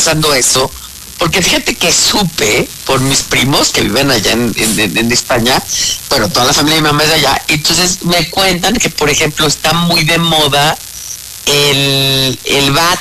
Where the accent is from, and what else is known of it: Mexico